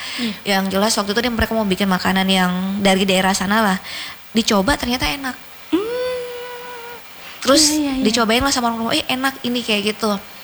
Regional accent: South Sulawesi, Indonesia; Iya, saya Bugis.

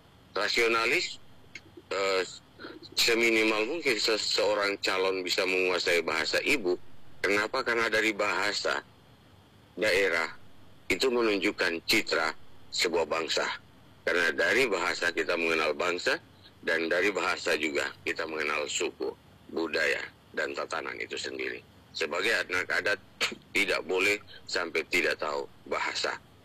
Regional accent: Central Papua, Indonesia; Kami orang Mor sendiri

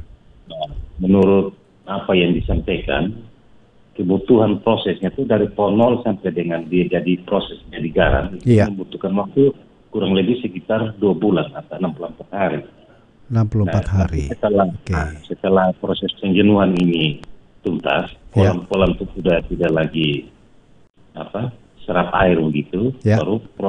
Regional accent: Rote, East Nusa Tenggara, Indonesia; kita sebagai warga Rote

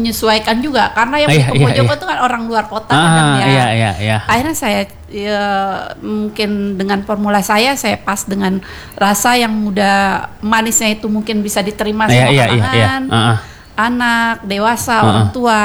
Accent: Jakarta, Indonesia; now in Pekanbaru, Indonesia; Saya aslinya dari Jakarta.

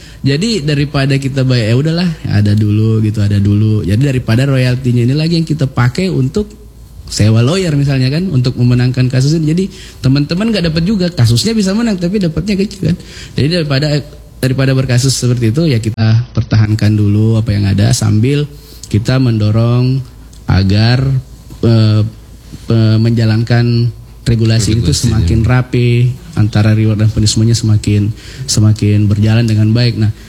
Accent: Makassar, South Sulawesi, Indonesia; kalau kita dulu mau keluar daerah dari saya dari Makassar mau ke ada event di Jawa atau mau keluar negeri

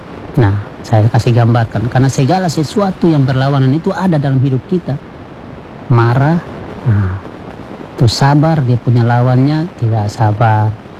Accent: Kupang, East Nusa Tenggara, Indonesia; kita orang Kupang bilang daun muda

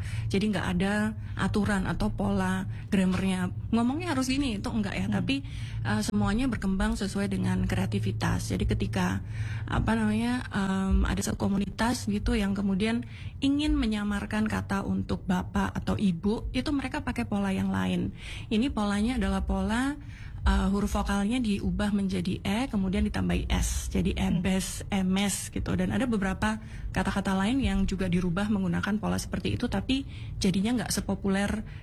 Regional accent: Java, Indonesia; kita tuh orang Jawa

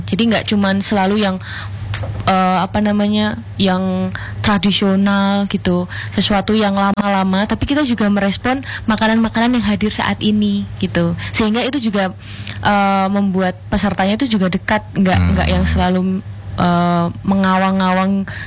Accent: Surakarta, Central Java, Indonesia; Kebetulan saya dari Solo, gitu. Jadi itu kayak, okay, kita akan menceritakan tentang hal-hal yang selama ini udah aku cicipin nih dari masa kecil sampai sekarang gitu.

